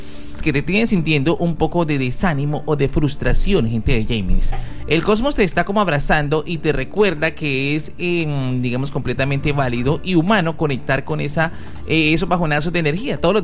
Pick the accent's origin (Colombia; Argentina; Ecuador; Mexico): Colombia